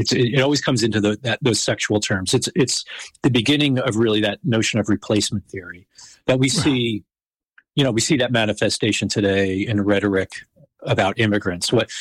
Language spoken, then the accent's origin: English; Charleston, South Carolina, United States; there's a supposed slave insurrection in Charleston, South Carolina, my hometown.